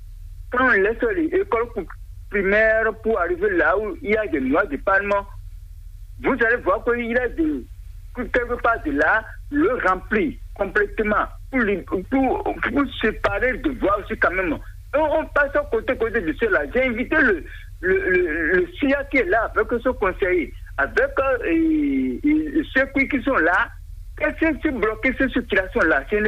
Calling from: Bonou, Ouémé, Benin; Depuis Agbomaran, village, village Agbomaran, mairie de Bonne.

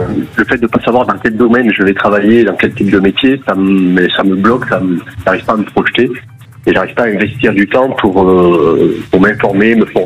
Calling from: Argelès-sur-Mer, Occitanie, France; j'appelle d'Argelès-sur-Mer.

